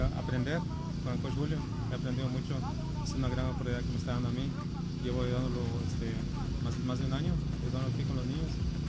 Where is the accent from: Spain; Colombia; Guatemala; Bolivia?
Guatemala; now in United States; Soy de Guatemala.